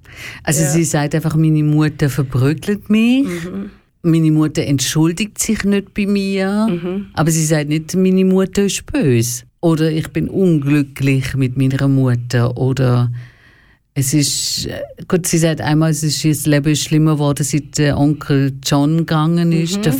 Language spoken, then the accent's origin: German; Baden-Württemberg, Germany; moved away; also born or lived in Berlin; Ich bin ja quasi im Schwarzwald aufgewachsen